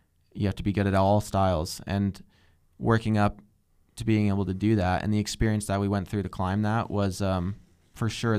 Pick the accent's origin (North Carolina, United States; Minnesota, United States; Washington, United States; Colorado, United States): Colorado, United States; owing to my background and where I was raised in Colorado.